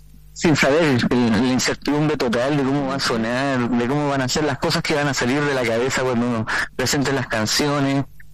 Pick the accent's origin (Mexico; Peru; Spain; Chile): Chile; cantautor chileno.